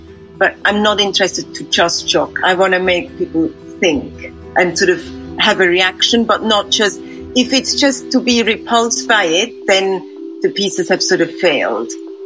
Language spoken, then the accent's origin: English; Switzerland; moved away as an adult; now in London, United Kingdom; I grew up in Switzerland, but I've lived in London for the last almost 3 decades